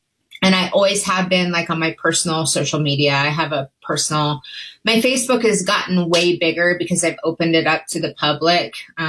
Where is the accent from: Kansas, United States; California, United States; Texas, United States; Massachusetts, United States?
Kansas, United States; I grew up in Kansas, northwest corner of of Kansas and grew up on a farm.